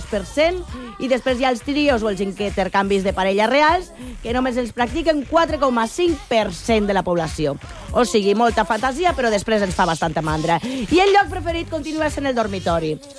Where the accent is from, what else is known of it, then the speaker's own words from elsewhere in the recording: Lleida, Catalonia, Spain; A Lleida no tenim fantasies, anem directament per feina.